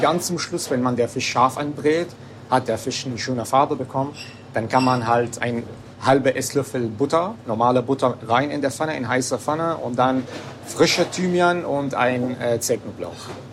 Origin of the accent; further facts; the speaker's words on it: Damascus, Damascus Governorate, Syria; moved away as an adult; now in Wuppertal, Germany; Ich komme ursprünglich aus Syrien, aus Damaskus.